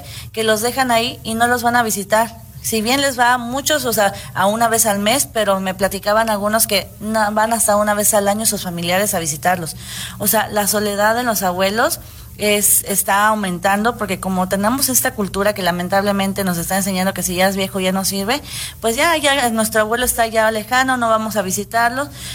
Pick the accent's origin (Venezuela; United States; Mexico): Mexico; que es una realidad que no nos estamos dando cuenta y que hay que cubrir nosotros como mexicanos para evitar esto.